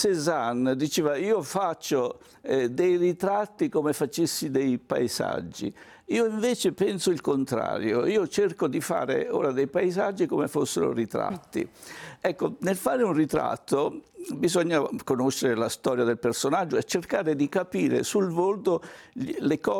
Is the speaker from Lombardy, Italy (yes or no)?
no; Marche, Italy; born there; la mia cadenza dialettale, per quanto riguarda la mia pittura di paesaggio, è una cadenza marchigiana.